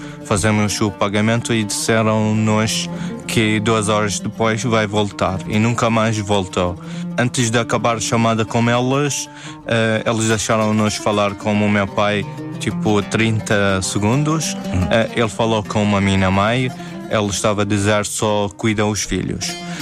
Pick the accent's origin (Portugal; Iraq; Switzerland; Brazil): Iraq; moved away